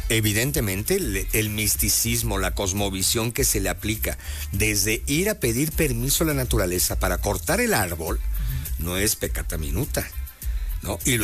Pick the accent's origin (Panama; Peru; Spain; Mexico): Mexico; yo creo que seguimos riéndonos de muchas cosas como mexicanos, culturalmente hablando.